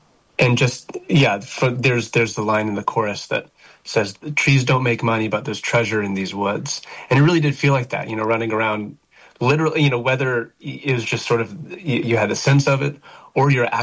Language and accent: English; Arkansas, United States; every night whenever I say I'm from Arkansas, usually it's crickets.